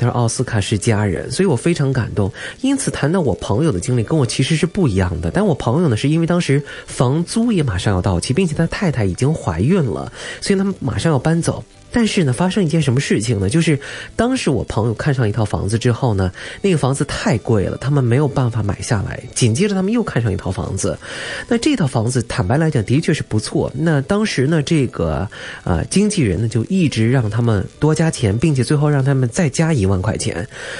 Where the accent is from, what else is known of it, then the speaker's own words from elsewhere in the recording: China; 我们中国人